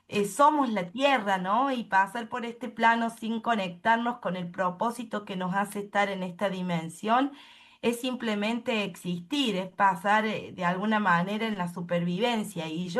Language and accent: Spanish; Deán Funes, Córdoba, Argentina; Vengo de Bien Funes, que es el norte de la provincia de Córdoba, una cuna de artistas maravillosos